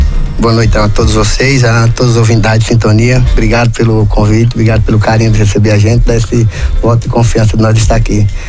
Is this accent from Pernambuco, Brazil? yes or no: yes; Petrolina, Pernambuco, Brazil; moved away as an adult; also born or lived in Santa Cruz da Venerada; now in Ituporanga, Brazil; Eu sou de Santa Cruz da Venerada. Ah. E me criei entre Santa Cruz e Petrolina. Ah. Eu tenho metade da minha vida em Santa Cruz ali, 10 anos em Santa Cruz, 10 anos em Petrolina, 19 já em Ituporanga.